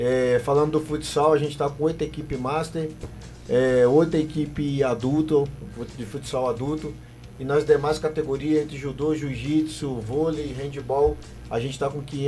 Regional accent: Paragominas, Pará, Brazil; A gente é da cidade de Paragominas

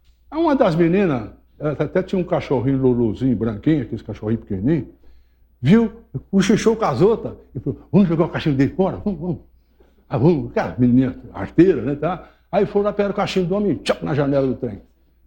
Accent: São Joaquim da Barra, São Paulo, Brazil; e o trem chegou em São Joaquim da Barra, que é a minha terra.

